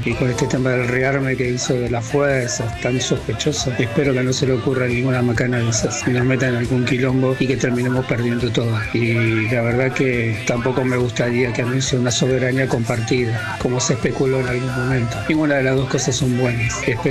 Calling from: Argentina; de Lonchán.

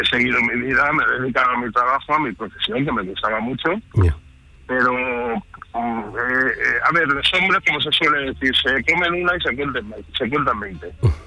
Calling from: Guadalajara, Castilla-La Mancha, Spain; ahora vuelvo a Guadalajara, a casa.

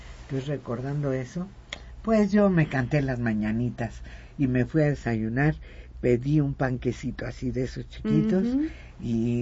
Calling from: Texcoco, State of Mexico, Mexico; Buenos días … de Texcoco, Estado de México. Y hoy es mi cumpleaños. Cumplo 57 años.

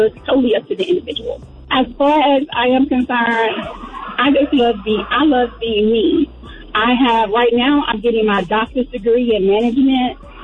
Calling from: Atlanta, Georgia, United States; I'm calling from Atlanta, Georgia.

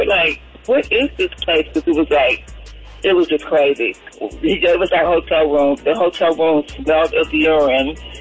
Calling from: Atlanta, Georgia, United States; from Atlanta.

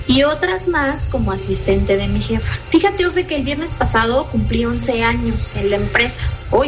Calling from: Naucalpan, State of Mexico, Mexico; Los escucho desde Naucalpan.

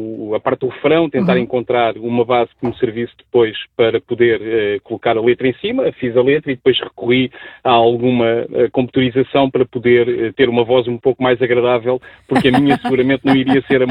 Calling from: Barreiro, Setúbal, Portugal; partilhamos as mesmas origens, somos do Barreiro

